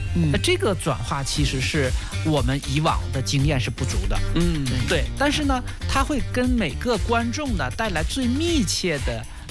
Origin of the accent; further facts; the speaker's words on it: China; 我们作为中国人